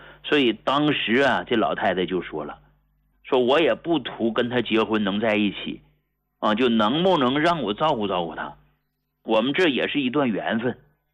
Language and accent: Chinese; Hegang, Heilongjiang, China; now in Beijing, China; 它不像我老家鹤岗啊，还市里呢，100平米可能都不到10万块钱